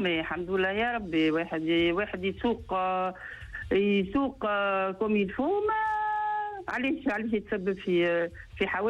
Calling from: Tunis, Tunis Governorate, Tunisia; اي من تونس. انا مش من سوسة.

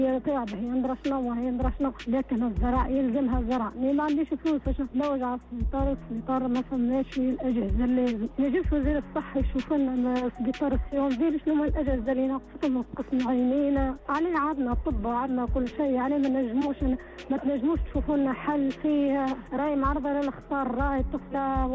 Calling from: Nabeul, Nabeul Governorate, Tunisia; أنا مواطنة من نابل

